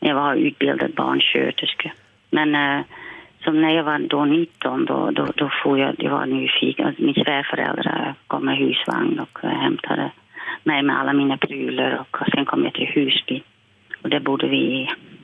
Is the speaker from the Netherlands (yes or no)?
yes; Silvolde, Gelderland, Netherlands; Swedish is a second language; moved away as an adult; now in Åsele, Sweden; Jag är från Silvolde.